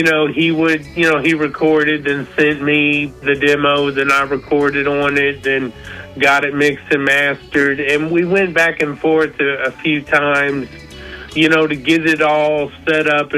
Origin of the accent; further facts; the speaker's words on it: Appalachia, United States; moved away as an adult; now in Alabama, United States; I grew up in Appalachia for 18, 20 years and then moved to Alabama. So that's where I am right now.